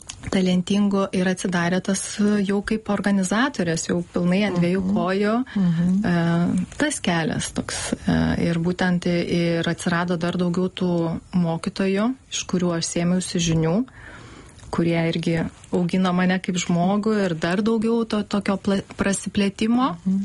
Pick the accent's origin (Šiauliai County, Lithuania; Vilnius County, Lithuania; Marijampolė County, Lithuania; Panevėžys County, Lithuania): Panevėžys County, Lithuania; Panevėžys; Taip, aš iš Panevėžio.